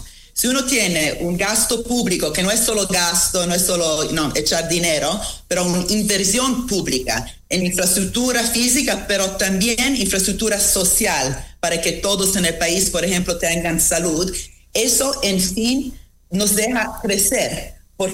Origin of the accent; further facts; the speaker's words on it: England, United Kingdom; Spanish is a second language; También en mi país, en Inglaterra, donde yo vivo